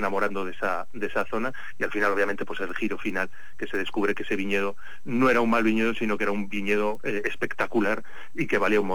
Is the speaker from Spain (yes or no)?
yes; Spain; los españoles somos más de admirar lo de fuera y menos lo de dentro